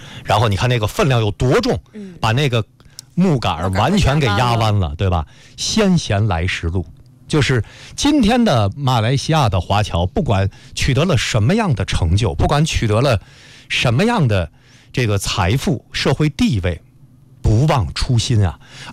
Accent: northern China, China; 我们作为北方人啊

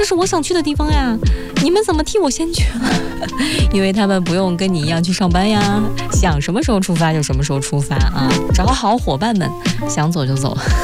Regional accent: Wenzhou, Zhejiang, China; 我们温州这边家长流行开学游

